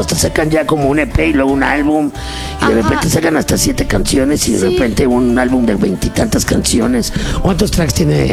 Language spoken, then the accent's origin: Spanish; Mexico; yo amo México porque obviamente pues soy mexicano, ¿no?